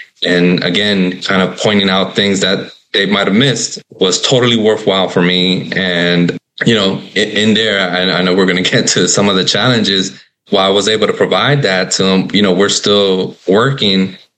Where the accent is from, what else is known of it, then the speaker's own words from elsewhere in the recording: Florida, United States; my home state of Florida